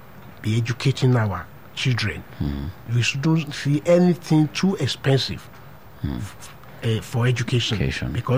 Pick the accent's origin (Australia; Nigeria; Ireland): Nigeria; Isheri Olofin, Ogun; It's not Isheri Osun. I'm from Isheri Olofin.